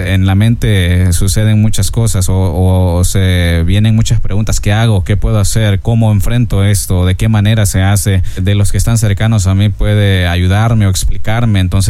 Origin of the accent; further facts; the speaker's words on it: Chinameca, San Miguel, El Salvador; es un salvadoreño, vivo en El Salvador, en un pueblito que lleva por nombre Chinameca, en el oriente del país.